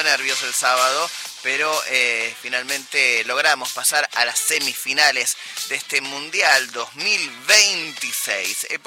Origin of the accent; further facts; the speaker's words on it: Argentina; nosotros nos metemos de lleno para contarle nuestra cultura, nuestros personajes de la cultura, cómo somos los argentinos, qué escuchamos los argentinos, qué leemos los argentinos.